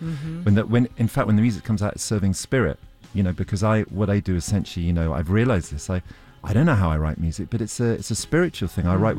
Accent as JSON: {"language": "English", "region": "South East England", "country": "United Kingdom", "said": "I'm a British man from Oxfordshire."}